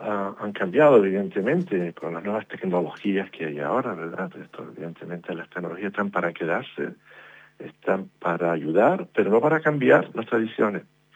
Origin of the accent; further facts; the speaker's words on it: Teror, Canary Islands, Spain; Somos canarios, en este caso somos de Teror